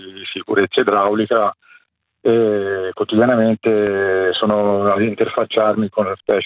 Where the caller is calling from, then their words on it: Montecatini Terme, Tuscany, Italy; Siamo da Montecatini Terme